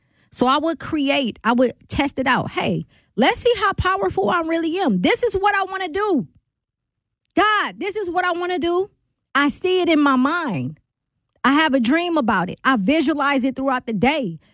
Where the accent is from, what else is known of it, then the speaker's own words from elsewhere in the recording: Milwaukee, Wisconsin, United States; I'm from the crib. I'm from Milwaukee, right? Milwaukee is fly, especially in the era that I grew up in. Born in the 80s, raised in the 90s